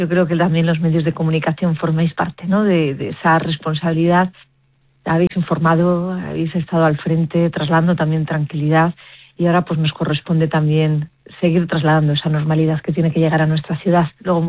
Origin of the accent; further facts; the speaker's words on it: Granada, Andalusia, Spain; somos los granadinos y las granadinas